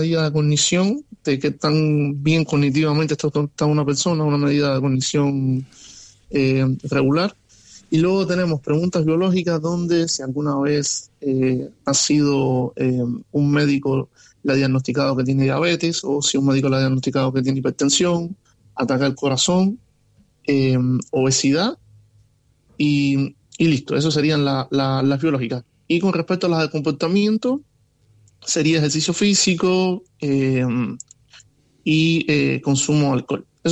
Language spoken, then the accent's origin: Spanish; Cuba; now in Chile; yo soy cubano viviendo en Chile